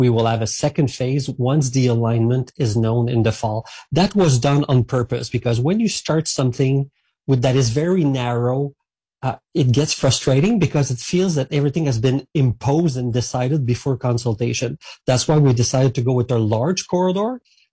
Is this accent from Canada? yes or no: yes; Saint-Hyacinthe, Quebec, Canada; I come from a farmer region myself. I was raised in Saint-Hyacinthe, which is the capital of the agricultural world in Quebec.